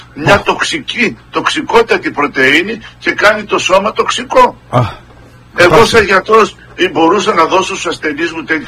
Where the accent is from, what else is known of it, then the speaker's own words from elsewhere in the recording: Greece; Εμείς πρέπει να είμαστε περήφανοι που είμαστε Έλληνες.